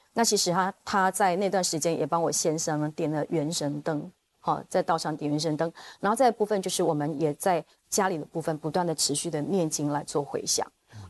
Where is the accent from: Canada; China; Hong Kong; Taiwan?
Taiwan; 我们台湾租房子是要押金，